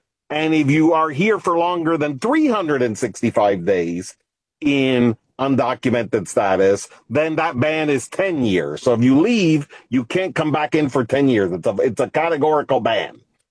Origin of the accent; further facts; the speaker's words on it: Florida, United States; also born or lived in Washington, D.C.; because I'm from Florida and I lived in D.C.